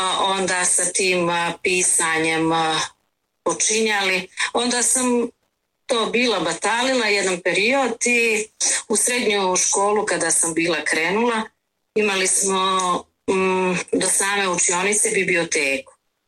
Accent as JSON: {"language": "Bosnian", "town": "Prilep", "country": "North Macedonia", "said": "inače dolazim iz Prilepa. To je mali gradić u Makedoniji, u južnozapadnom dijelu."}